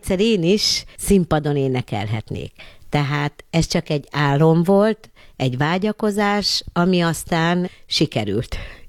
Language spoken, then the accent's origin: Hungarian; Szabolcs-Szatmár-Bereg, Hungary; Egy nagyon pici kis faluban nőttem föl, Szabolcs-Szatmár-Bereg megyében, nagyon kevesen laktak a kis faluban